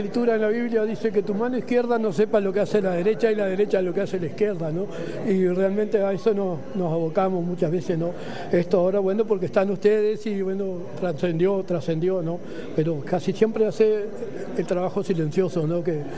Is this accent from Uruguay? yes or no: yes; Nueva Helvecia, Colonia, Uruguay; Yo, nacido y criado aquí en Nueva Helvecia, usuario del hospital desde que se inauguró en el 62.